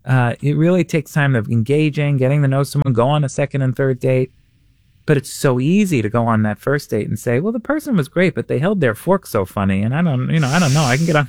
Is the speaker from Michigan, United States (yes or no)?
no; New York City, New York, United States; now in Indiana, United States; So I grew up in Queens, a Queens boy